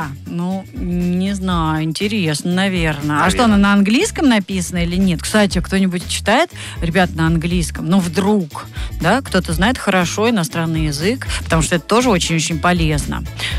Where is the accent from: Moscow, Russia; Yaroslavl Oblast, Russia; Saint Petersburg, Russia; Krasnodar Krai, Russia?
Moscow, Russia; Zelenograd; я из Зеленограда.